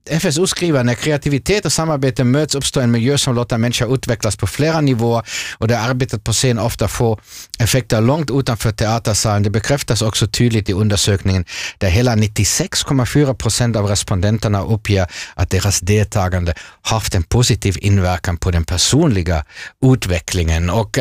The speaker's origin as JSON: {"language": "Swedish", "country": "Germany", "second_language": "Swedish", "moved": "yes", "lives_now": "Finland", "said": "min hemland Tyskland"}